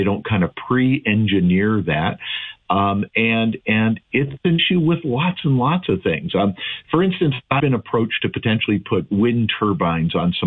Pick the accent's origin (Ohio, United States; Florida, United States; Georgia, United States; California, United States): Ohio, United States; moved away; I'm originally from Northeastern Ohio. I think you knew that. And I still have, jointly owned with two of my brothers, a property in a small town right in the very northeastern corner of Ohio, right on Lake Erie